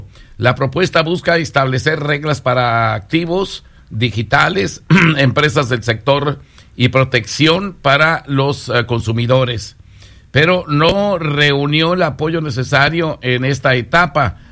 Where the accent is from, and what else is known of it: Mexico